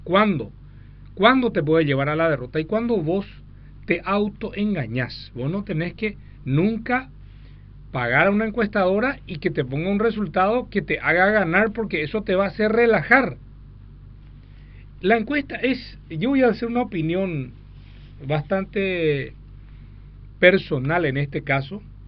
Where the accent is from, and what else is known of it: Paraguay